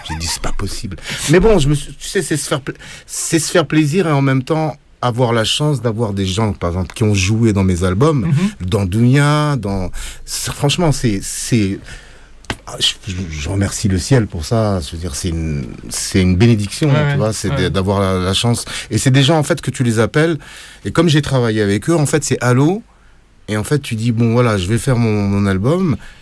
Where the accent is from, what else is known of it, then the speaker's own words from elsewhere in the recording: Senegal; also born or lived in Morocco; je viens du Sénégal et du Maroc et tout, et donc on a une tradition rythmique très très forte.